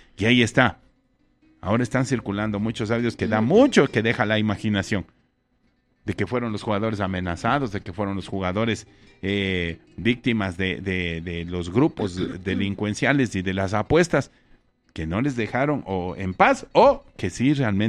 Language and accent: Spanish; Ecuador